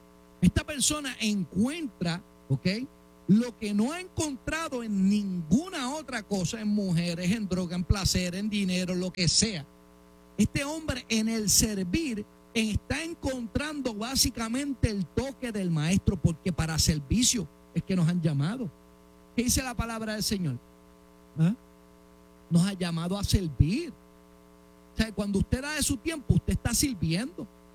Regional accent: Puerto Rico; Mire que a los puertorriqueños les gusta hablar. Muchos de nosotros hablamos más que un loro.

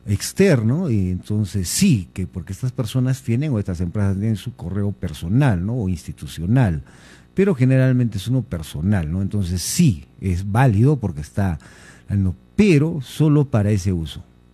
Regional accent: Abancay, Apurímac, Peru; Abancay. ¡Wow! Mi tierra linda

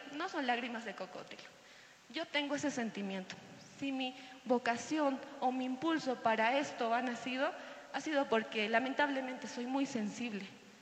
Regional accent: Yunguyo, Puno, Peru; ¿Que de dónde soy? Soy de Yunguyo.

